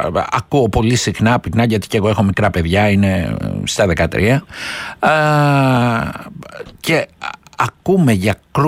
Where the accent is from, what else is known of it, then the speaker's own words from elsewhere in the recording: Greece; Μην ξεχνάμε, γιατί ως Έλληνες κρύβουμε και ένα μικρό γιατρό μέσα μας, έτσι.